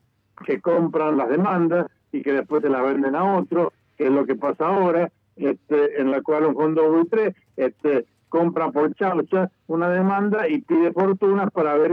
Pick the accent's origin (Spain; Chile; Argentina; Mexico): Argentina